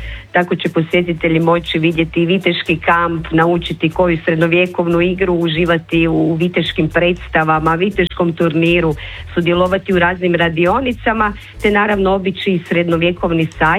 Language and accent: Croatian; Krapina-Zagorje County, Croatia; stvarno ko dođe uvijek uživa kod nas u Gubčevom kraju.